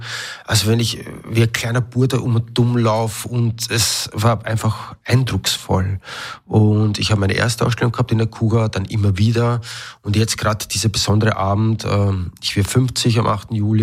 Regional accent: Großwarasdorf, Burgenland, Austria; first language German; now in Upper Austria, Austria; Also ich komme aus Großvarasdorf, bin, wie du schon vorher erwähnt hast, Burgenland-Kroate, bin in einem zweisprachigen, wie soll ich sagen, mein Papa kommt aus Nikisch, meine Mama aus Oberleusdorf. Die Bezugssprache oder die Hauptsprache daheim war Deutsch.

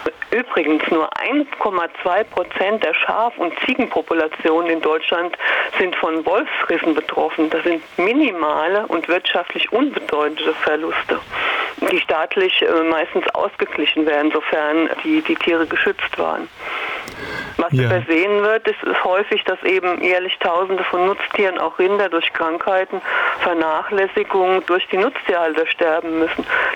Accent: Switzerland; In allen anderen europäischen Ländern eskaliert es nicht derart wie bei uns in der Schweiz und in Österreich.

